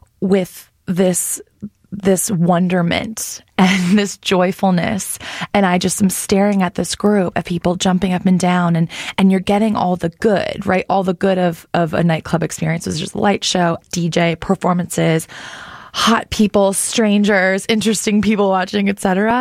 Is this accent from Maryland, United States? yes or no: no; Elgin, Illinois, United States; also born or lived in Michigan; now in Chicago, United States; I was raised in Elgin, Illinois. I'm originally from Michigan, so unfortunately all my sports teams are Michigan teams, but I was raised in Elgin by a single mom since I was 6 years old, and I loved it there.